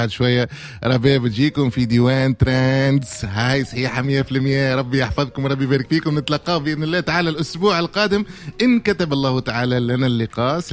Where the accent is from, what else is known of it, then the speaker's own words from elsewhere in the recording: Tunisia; أنا توا تونسي تمسيت بكلامك واقتنعت بكلامك